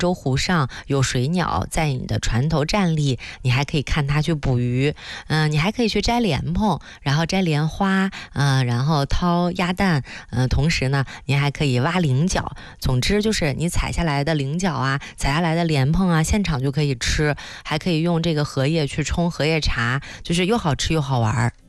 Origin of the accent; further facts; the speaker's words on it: Hebei, China; 那这个时间呢，再去到一个很漂亮的地方，叫做白洋淀。这儿呢是我的老家，